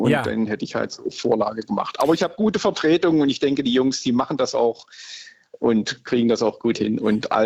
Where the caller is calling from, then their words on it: Stuttgart, Baden-Württemberg, Germany; Ich komme aus Stuttgart. Ich lebe in Stuttgart, ja.